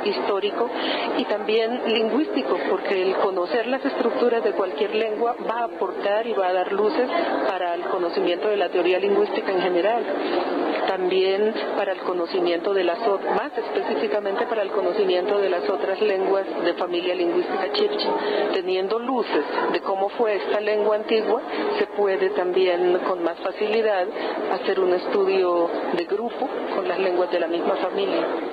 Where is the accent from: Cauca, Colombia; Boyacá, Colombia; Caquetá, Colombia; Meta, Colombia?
Boyacá, Colombia; En primer lugar, yo soy boyacense, entonces los muiscas habitaron esa región de Boyacá, entonces son mis antepasados remotos.